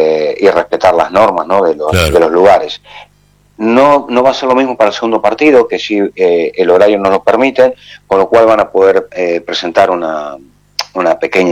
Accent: Argentina; now in Barcelona, Spain; así somos los argentinos.

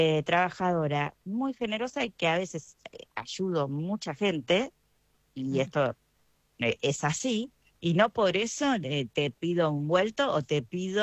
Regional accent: Argentina

